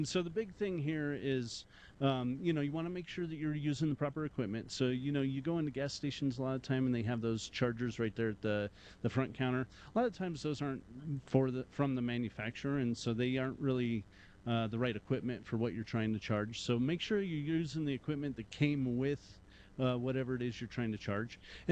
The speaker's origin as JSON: {"language": "English", "town": "Morrison", "region": "Colorado", "country": "United States", "tie": "born or raised there", "lives_now": "Elbert, United States", "said": "So I grew up in Morrison and currently live in Elbert. So Elbert's a little town kind of southeast of Castle Rock"}